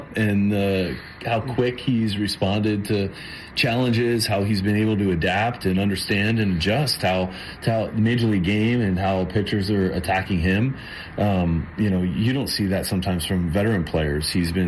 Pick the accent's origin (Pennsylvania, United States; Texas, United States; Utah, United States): Pennsylvania, United States; Mount Lebanon; Being a kid here growing up in Mount Lebanon, you know, always had to hit Leland's house up because they gave out the big-size candy bars.